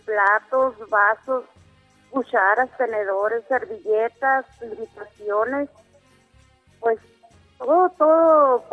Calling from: Mexico; De la Benito Juárez

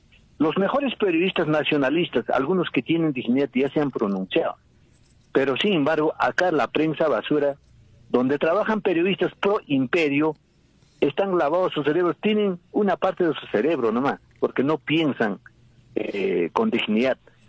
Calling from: Juliaca, Puno, Peru

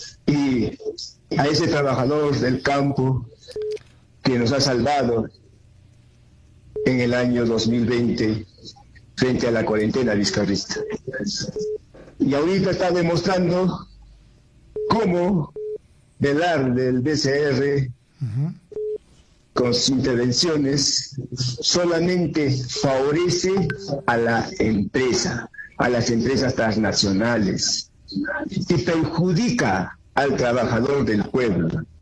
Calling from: Juliaca, Puno, Peru; desde Juliaca, Puno, Perú.

